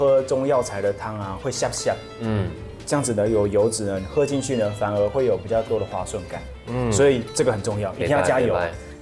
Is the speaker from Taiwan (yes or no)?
yes; Taiwan; 像我们台湾人比较习惯吃有一点点熟的